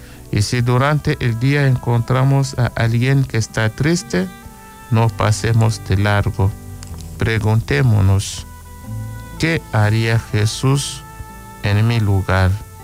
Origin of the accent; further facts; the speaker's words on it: Chile; Como chilenos, amar y servir a nuestra patria. Como cristianos, vivir y poner en práctica la palabra de Dios.